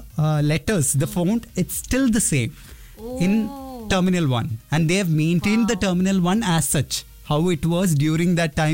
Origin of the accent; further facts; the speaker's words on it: Thiruvananthapuram, Kerala, India; Proud to be a Trivandrum Trivian.